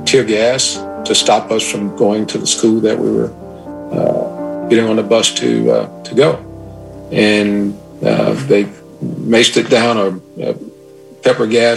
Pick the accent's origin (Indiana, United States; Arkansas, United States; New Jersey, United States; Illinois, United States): Illinois, United States; Chicago; I grew up in Chicago in the 60s doing integration